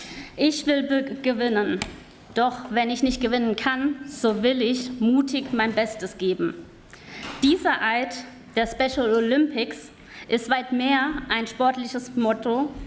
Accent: Saarland, Germany; Wir haben als Saarländerin gezeigt, wir leben Gemeinschaft über die Grenzen hinweg.

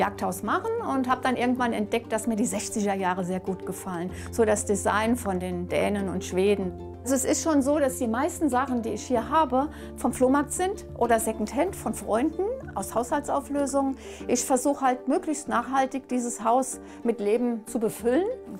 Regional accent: Rhineland-Palatinate, Germany; Ich bin praktisch im Wald aufgewachsen, und zwar im Gelbachtal.

